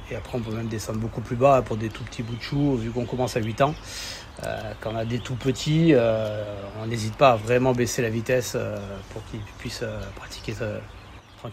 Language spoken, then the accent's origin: French; Perpignan, Occitanie, France